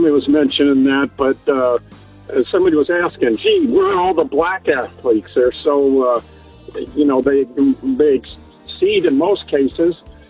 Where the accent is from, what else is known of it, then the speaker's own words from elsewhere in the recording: Ireland; I do know, Chris, because I am Irish.